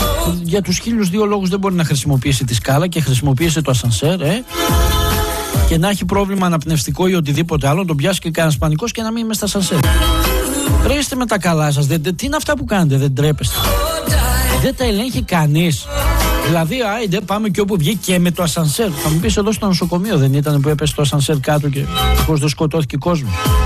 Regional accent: Greece; Λυπάμαι πραγματικά για τον τόπο μου, ειλικρινά, λυπάμαι για τον τόπο μου. Λυπάμαι για αυτή τη χώρα που η Ελλαδίτσα μας θα μπορούσε να είναι το νούμερο ένα

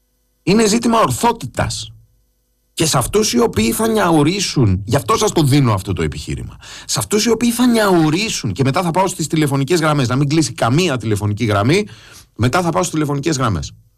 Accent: Greece; Αυτό που έχουμε ζήσει εμείς, υποτίθεται γηγενείς λευκοί κανονικοί Έλληνες

